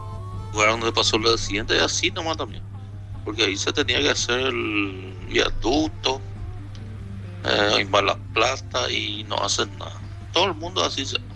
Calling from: Mayor Otaño, Itapúa, Paraguay; Yo soy de Mayor Octaño y soy de esa ruta que sale en el Ruta Sexta.

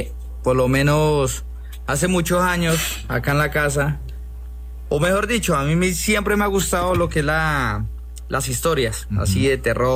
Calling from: Pitalito, Huila, Colombia; de por acá, Pitalito Huila.

